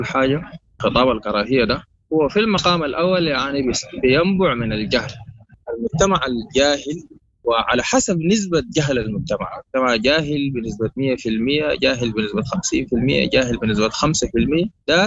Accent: Sudan; نحن الآن كشعب سوداني

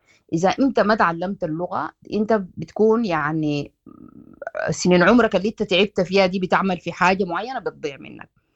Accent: Sudan; moved away as an adult; now in Netherlands; والمجتمع عموما يعني هنا عندهم زي عندنا في السودان

